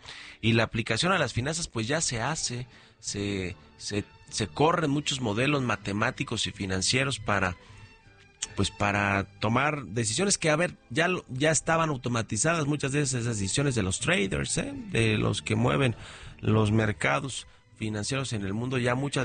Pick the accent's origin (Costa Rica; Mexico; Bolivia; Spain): Mexico; es nuestra identidad mexicana, caray, ¿no? Sin duda, sin duda, lo que sí somos es que somos muy mexicanos los mexicanos